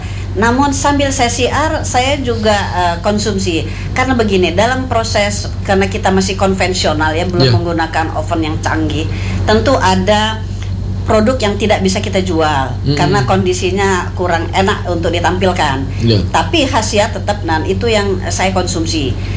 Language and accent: Indonesian; Lampung, Indonesia; ledes kalau kata kita orang Lampung